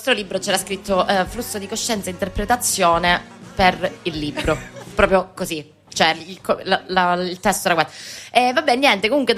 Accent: Sibari, Calabria, Italy; Siamo sorelle, però siamo nate, cioè io sono cresciuta a Sibari e lei a Nicastro.

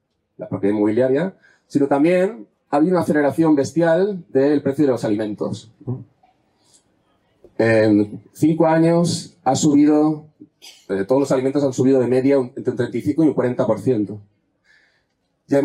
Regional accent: Catalonia, Spain; Yo vengo de Cataluña, para bien y para mal

